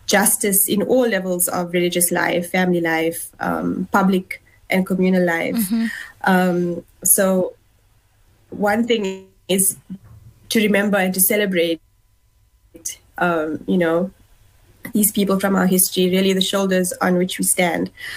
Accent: South Africa; to use my gifts and talents, you know, as a South African, as a Muslim.

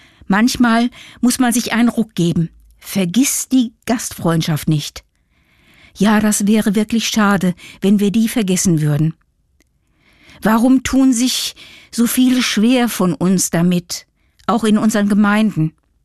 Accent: Germany; accent: German; Sie erkannte an meinem Akzent, dass ich Deutsche war.

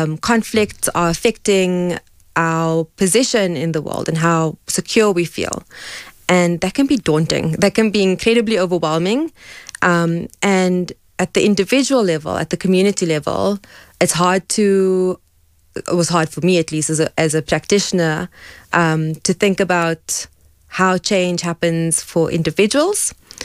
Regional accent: Cape Town, Western Cape, South Africa; now in Johannesburg, South Africa; Okay, so I've been in Joburg now for 16 years. Time flies. I'm actually from Cape Town, born and raised.

